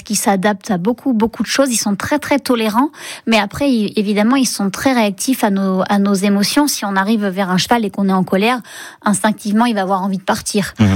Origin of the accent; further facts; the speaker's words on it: Hauts-de-France, France; now in Brive area, France; Je suis picarde